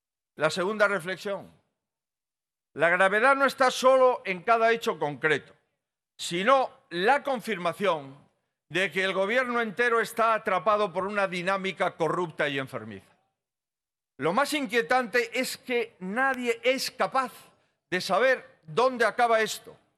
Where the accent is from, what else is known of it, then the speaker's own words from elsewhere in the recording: Spain; Como muchos españoles, intento buscarle alguna explicación a este absurdo intento de resistir a toda costa.